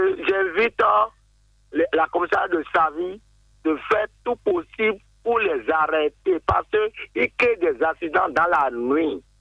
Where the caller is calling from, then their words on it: Ouidah, Atlantique, Benin; c'est de Ouida